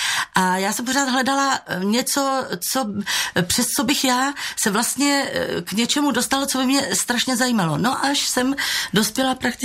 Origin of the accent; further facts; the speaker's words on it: Brno, South Moravian Region, Czechia; born there; že já jsem se narodila v roce 45, to je úžasný, protože já jsem na to pyšná, maminka byla statečná, narodila jsem se v posteli v Brně